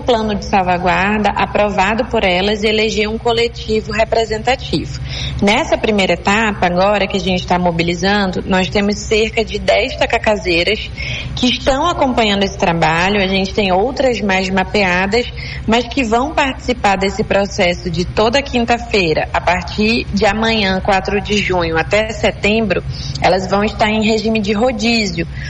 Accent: Manaus, Amazonas, Brazil

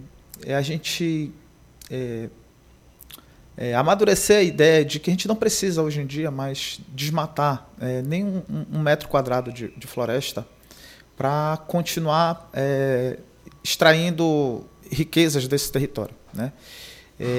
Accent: Amazon, Brazil; Para nós que somos da Amazônia

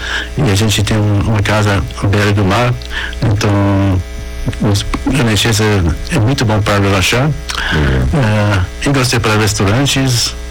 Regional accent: Brazil; Eu sendo brasileiro lá também, tem o Guimarães e Joelinton.

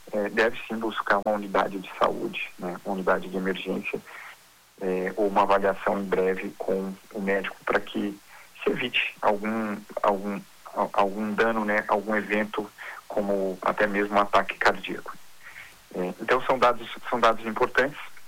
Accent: Brazil; nós nos identificamos muito como brasileiros

